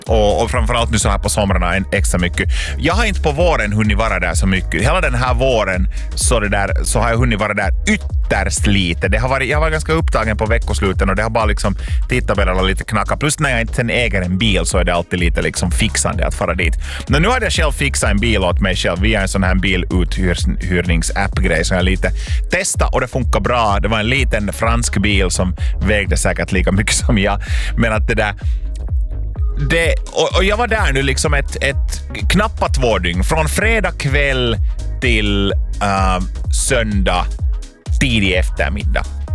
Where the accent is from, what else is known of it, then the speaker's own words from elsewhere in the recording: Lapinjärvi, Uusimaa, Finland; moved away as an adult; now in Helsinki, Finland; så jag kommer ju själv från Östra Nyland, från en ort som heter Lappträsk, från en by som heter Linkoski. Där är jag född och uppvuxen, där har jag bott mina 21 år, sen efter det flyttade jag till Helsingfors